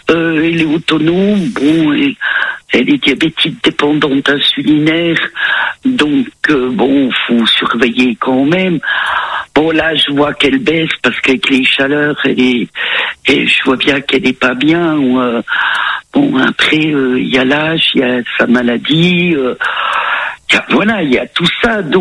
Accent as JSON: {"language": "French", "region": "Grand Est", "country": "France", "tie": "born or raised there", "also_born_or_lived": "Nancy, Meurthe-et-Moselle", "moved": "as an adult", "lives_now": "Vosges, France", "said": "ça va faire 2 ans que j'ai déménagé et je suis revenue dans ma région natale"}